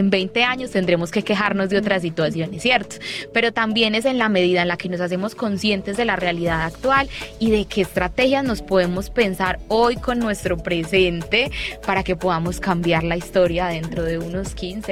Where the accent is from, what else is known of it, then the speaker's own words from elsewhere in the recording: Medellín, Antioquia, Colombia; born there; Yo nací en Belén Rincón